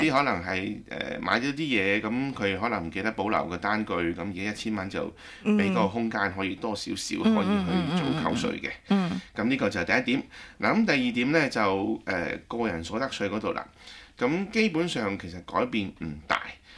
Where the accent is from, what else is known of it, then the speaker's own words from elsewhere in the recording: Australia; 咁所以呢個就作為澳洲人可能都係有啲自豪啩